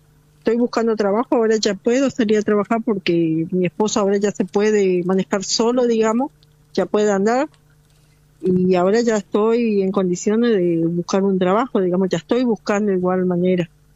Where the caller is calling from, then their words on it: Almirante Brown, Buenos Aires Province, Argentina; Soy de Almirante Brown.